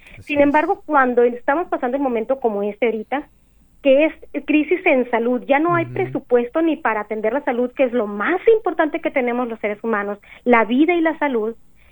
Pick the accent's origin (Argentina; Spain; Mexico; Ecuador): Mexico